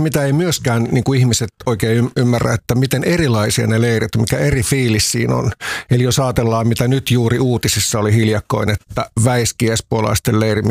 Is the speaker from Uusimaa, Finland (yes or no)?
yes; Vantaa, Uusimaa, Finland; also born or lived in Helsinki; me muutettiin aikoinaan Lauttasaaresta Tikkurilaan